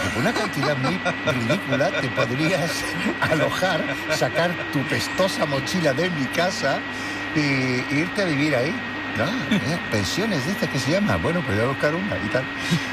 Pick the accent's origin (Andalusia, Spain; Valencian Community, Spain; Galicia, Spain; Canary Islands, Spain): Andalusia, Spain; Cádiz; Pues aquí estoy, en Cádiz, yeah, mi tierra